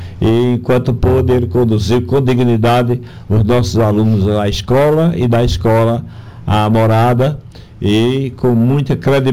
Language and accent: Portuguese; Pernambuco, Brazil; born there; da minha mesma área de residência onde nascemos, ele no Sítio Sapato, eu no Sítio Água Branca